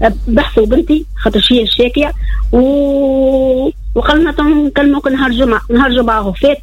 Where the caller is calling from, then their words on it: Sfax, Sfax Governorate, Tunisia; من صفاقس.